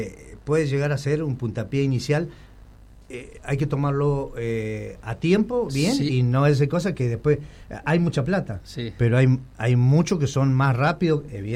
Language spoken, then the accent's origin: Spanish; Río Grande, Tierra del Fuego, Argentina; Yo, que soy de acá, de Río Grande